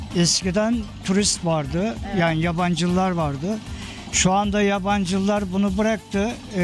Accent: Çanakkale, Turkey; Buralıyım. Doğup büyüme buralıyım.

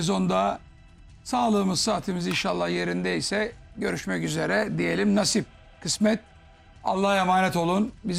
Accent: Çorum, Turkey; Tabii Çorum memleketim, çok güzel de şehrimiz.

